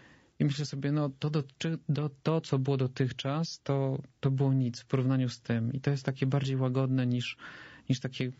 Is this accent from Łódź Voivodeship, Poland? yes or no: no; Warsaw, Masovian Voivodeship, Poland; born or raised there